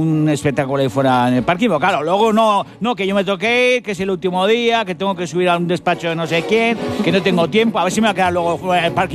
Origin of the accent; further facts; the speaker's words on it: Basque Country, Spain; lo hago por orgullo, lo hago por orgullo, porque soy vasco y a mí no me gana ni Bartolo.